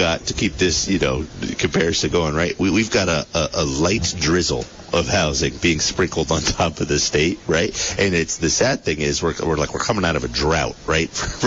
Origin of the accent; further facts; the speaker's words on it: Putney, Vermont, United States; so I grew up in Putney. I went to Brattleboro High School. The year I entered Brattleboro High School in 2010